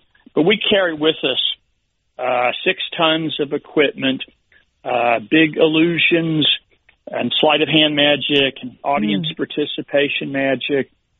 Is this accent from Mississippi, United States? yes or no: no; Louisville, Kentucky, United States; I grew up in Louisville, Kentucky, which is the biggest city in Kentucky.